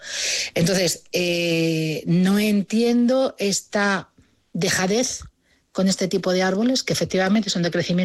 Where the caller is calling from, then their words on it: Valladolid, Castile and León, Spain; soy una vecina de Villa del Prado.